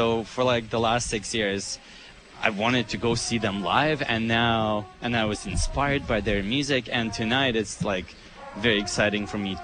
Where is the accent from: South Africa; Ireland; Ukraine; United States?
Ukraine; moved away as an adult; now in Canada; And I'm from Ukraine. I moved to Canada in 2008